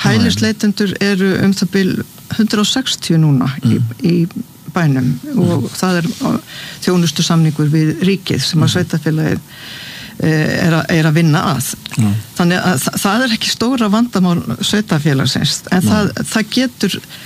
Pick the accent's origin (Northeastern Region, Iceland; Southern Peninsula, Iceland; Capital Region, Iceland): Southern Peninsula, Iceland; Suðurnesjabær; samfylkingin vann sigur í Suðurnesjabæ, mínum heimabæ